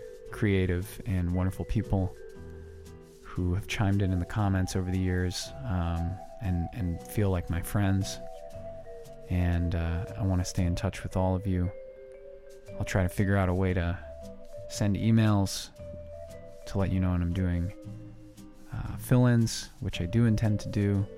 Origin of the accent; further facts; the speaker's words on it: Minneapolis, Minnesota, United States; growing up in the Twin Cities.